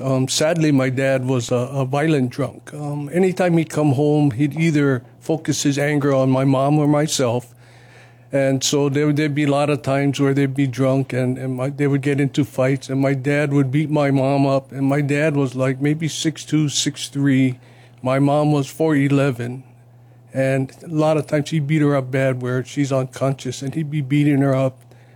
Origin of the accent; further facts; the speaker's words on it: Honolulu, Hawaii, United States; I grew up right next door to where the Hawaii Convention Center is.